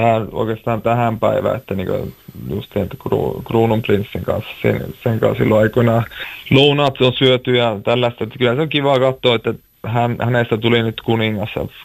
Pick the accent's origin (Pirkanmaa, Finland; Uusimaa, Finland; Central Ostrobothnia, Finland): Central Ostrobothnia, Finland; Kokkola; born or raised there; now in Norway